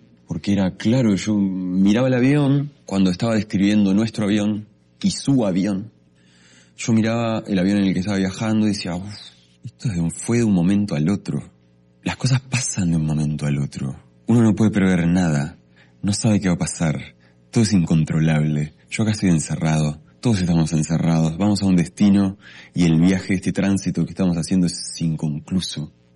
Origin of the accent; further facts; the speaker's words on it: Uruguay; para nosotros como uruguayos